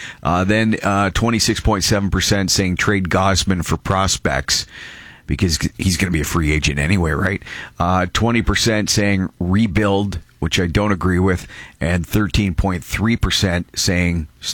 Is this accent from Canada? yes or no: yes; Brantford, Ontario, Canada; also born or lived in Toronto; We're from Brantford, Ontario, so an hour down the road. But I did 10 years in Toronto. I went to college in Toronto.